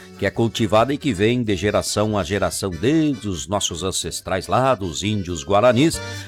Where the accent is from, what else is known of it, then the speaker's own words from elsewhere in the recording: Rio Grande do Sul, Brazil; nós que moramos aqui no Rio Grande. Nós que somos gaúchos de fato